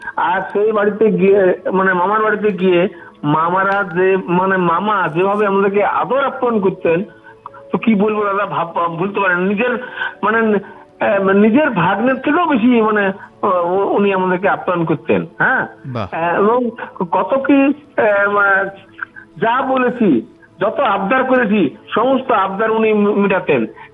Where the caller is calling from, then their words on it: Baharampur, West Bengal, India; আমি পশ্চিমবঙ্গের মুর্শিদাবাদ জেলার বহরমপুর থেকে